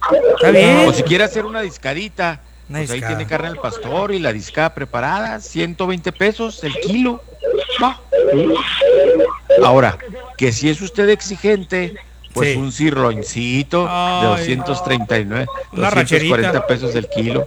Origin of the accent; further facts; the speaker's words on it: Mexico; Eso es lo malo, que nos vamos a comportar como mexicanos.